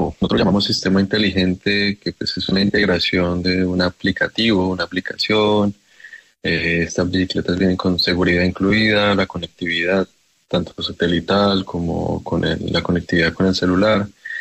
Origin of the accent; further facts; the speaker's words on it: Colombia; now in Berlin, Germany; Nosotros somos guerreros, el colombiano, el latino en general, latinoamericano.